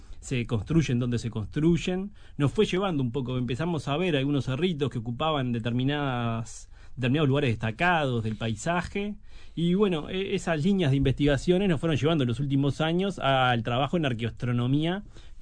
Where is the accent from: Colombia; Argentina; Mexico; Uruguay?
Uruguay; los pueblos originarios del este de nuestro país